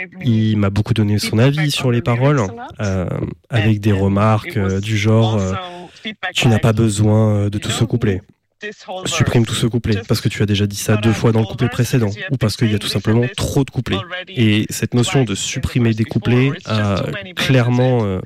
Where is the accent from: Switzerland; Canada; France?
Switzerland; Déjà, on est Suisse, donc c'est là que nous avons le plus de liens.